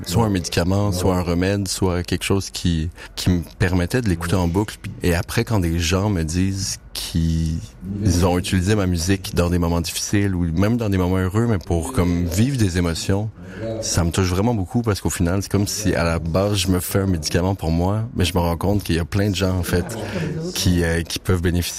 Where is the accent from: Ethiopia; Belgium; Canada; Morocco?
Canada; Montreal, Quebec; je viens de Montréal.